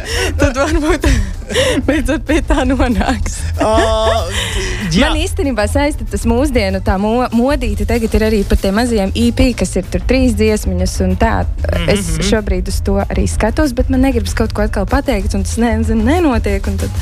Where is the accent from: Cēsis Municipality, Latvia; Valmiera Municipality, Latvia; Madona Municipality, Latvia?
Madona Municipality, Latvia; Madona; also born or lived in Riga; Es esmu dzimis Rīgā, man tāds varens stāsts, es esmu dzimis Rīgā, dziedājis skinīpās knauķos un tad pārvākusies uz Madonu. Un tur es dzīvoju no 7. Klasītes